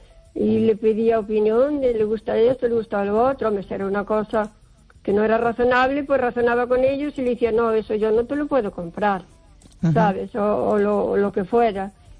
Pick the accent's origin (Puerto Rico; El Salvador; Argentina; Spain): Spain; O Carballiño, Galicia